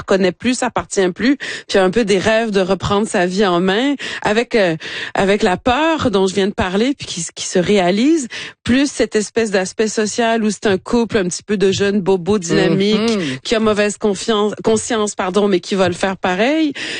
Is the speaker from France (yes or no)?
no; Chicoutimi, Quebec, Canada; Donc moi, je suis une Québécoise de souk ou un bleuet tunisien, comme vous préférez, mais je suis née au Saguenay, à Chicoutimi, oui. J'ai grandi ici